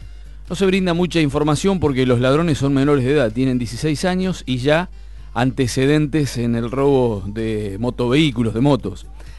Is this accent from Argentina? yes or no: yes; Argentina; como buenos argentinos, ahí vamos tratando de motivarnos mucho más con el tema del Mundial